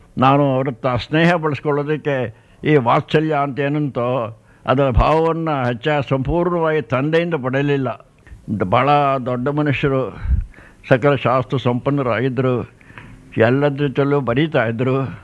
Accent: Melkote, Karnataka, India; born there; ನಾನು ಮೇಲ್ಕೋಟೆಯಲ್ಲಿ ಹುಟ್ಟಿದೆ.

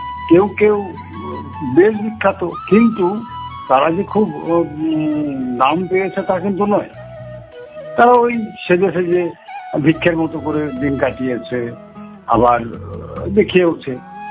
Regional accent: West Bengal, India; আমি একটি গ্রামের ছেলে, বীরভূমের একটা ছোট গ্রামে আমার জন্ম।

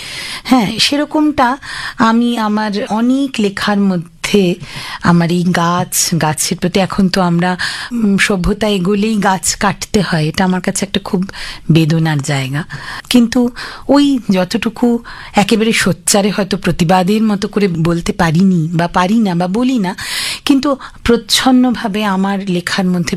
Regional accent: Madhyamgram, West Bengal, India; সেটি মধ্যম গ্রাম। যদিও এখনো গ্রাম শব্দটিকে আমরা বহন করছি, কিন্তু মধ্যম গ্রাম আর এখন গ্রাম নেই, একেবারে শহর হয়ে গেছে। কিন্তু আমার যখন ছোটবেলা ছিল না, তখন একদম অন্যরকম ছিল, প্রচুর গাছগাছালি ছিল, ছিল অনেকগুলো বাগান বাড়ি, ছিল ধুধু মাঠ, দিগন্ত বিস্তৃত সবুজ ঘাসে ভরা মাঠ।

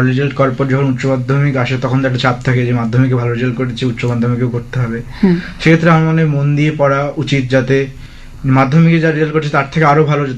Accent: Kakdwip, West Bengal, India; বেশিরভাগ সময় আমাদের গ্রামে পুজো হতো কিংবা কাকদ্বীপে পুজো ঘুরতাম

